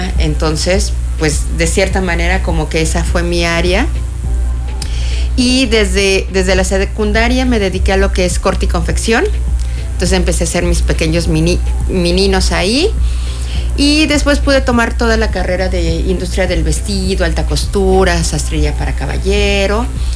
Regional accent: Mexico City, Mexico; now in Cancún, Mexico; yo soy de la Ciudad de México.

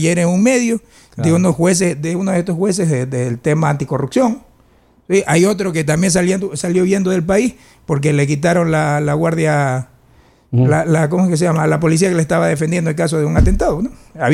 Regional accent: Ecuador; no soy el único ecuatoriano que piensa de esta manera

